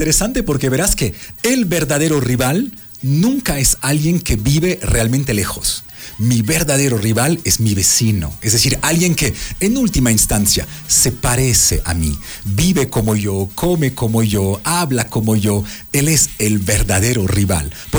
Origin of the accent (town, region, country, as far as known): France; moved away